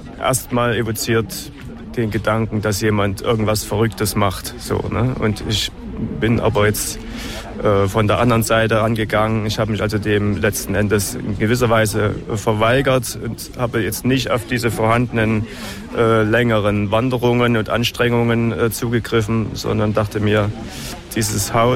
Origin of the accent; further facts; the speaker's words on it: Thuringia, Germany; Hatte 2005 in meiner Heimat in Thüringen eine Straßenwanderung gemacht